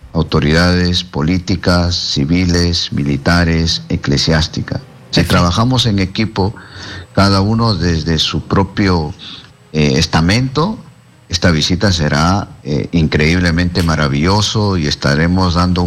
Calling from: Peru

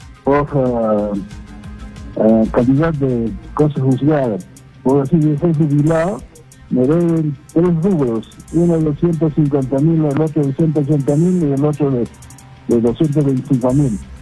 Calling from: Ancash, Peru; Pecarito de Ancash.

